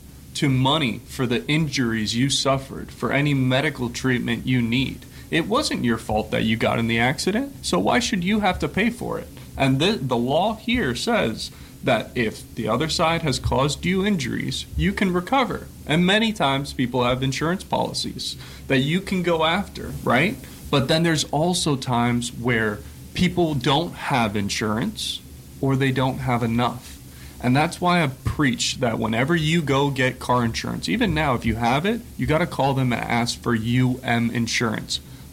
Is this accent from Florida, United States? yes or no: yes; Stuart, Florida, United States; now in Port St. Lucie, United States; I'm a personal injury car accident attorney for the Eberst Law Firm. I grew up here in Stuart, Florida, Palm City, Port St. Lucie. I now live in Port St. Lucie.